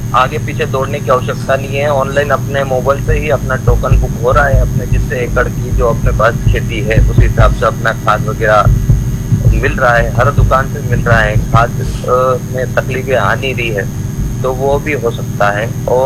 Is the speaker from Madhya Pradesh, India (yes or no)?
yes; Jodhpur, Madhya Pradesh, India; मैं ग्राम जोधपुर तहसील Manawar district धारता MP का निवासी हूँ।